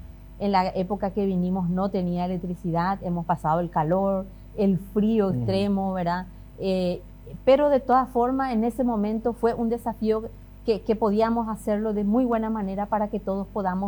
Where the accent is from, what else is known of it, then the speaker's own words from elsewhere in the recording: Coronel Oviedo, Caaguazú, Paraguay; born there; moved away as an adult; now in Chaco, Paraguay; Nací en Coronel Oviedo.